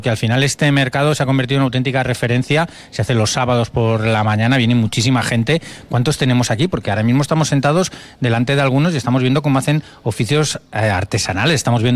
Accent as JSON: {"language": "Spanish", "town": "Madrid", "region": "Community of Madrid", "country": "Spain", "said": "Yo que soy de Madrid"}